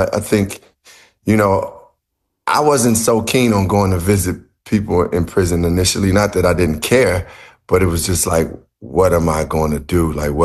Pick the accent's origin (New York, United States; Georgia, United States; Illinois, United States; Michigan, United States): Illinois, United States; Chicago; And growing up in Chicago, you know, basketball was part of the culture where I grew up in, like, that was the dream.